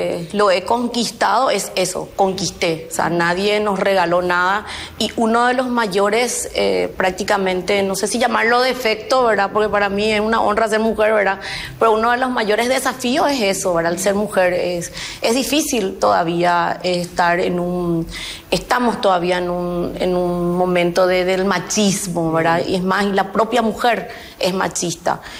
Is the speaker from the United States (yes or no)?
no; Asunción, Paraguay; Yo soy de Asunción, soy del barrio Sajón.